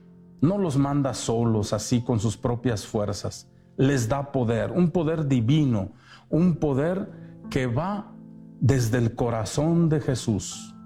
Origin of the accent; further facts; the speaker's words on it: Zapotitlán de Vadillo, Jalisco, Mexico; moved away; Yo me recuerdo allá en mi pueblo cuando tenía que caminar de las barrancas de Zapotitlán de Vadillo a Tolimán.